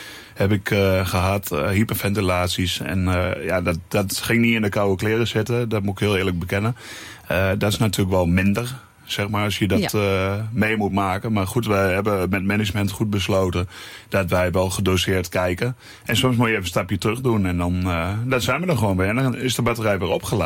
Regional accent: Enschede, Overijssel, Netherlands; also born or lived in Hengelo; Twente, ik hou van Twente, Overijssel. En ik kom officieel uit Hengelo, ben geboren, Enschede opgegroeid. Ik woon nu in Bieren, al 3,5 jaar bij mijn vriendin.

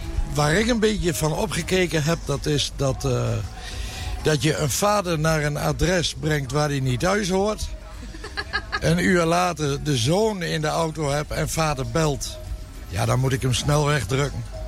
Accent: Overijssel, Netherlands; Ik ben trots... dat ik uit Overijssel kom.

